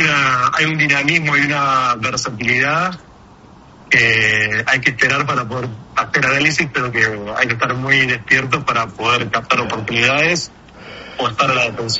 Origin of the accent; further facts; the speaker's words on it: Argentina; otros países como Argentina que estamos en proceso